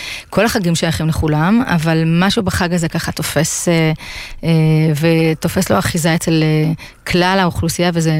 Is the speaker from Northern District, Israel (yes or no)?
yes; Beit She'an, Northern District, Israel; moved away; גם גדלתי בצפון, בבית שען, עמק חם, וחם תרתי משמע.